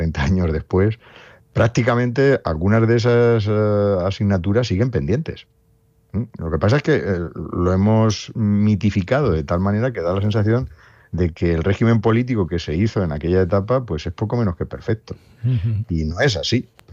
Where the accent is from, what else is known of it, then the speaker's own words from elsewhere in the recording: Spain; nuestro país como españoles